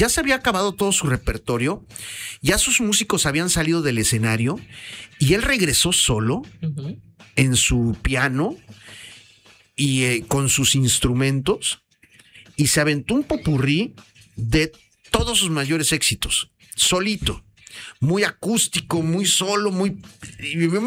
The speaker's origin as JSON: {"language": "Spanish", "country": "Mexico", "said": "nuestra cultura tradicional mexicana"}